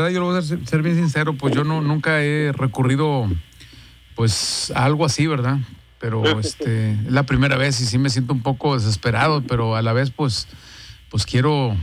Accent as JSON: {"language": "Spanish", "town": "Linares", "region": "Nuevo León", "country": "Mexico", "lives_now": "Guadalupe, Mexico", "said": "Nosotros somos de Linares, señor."}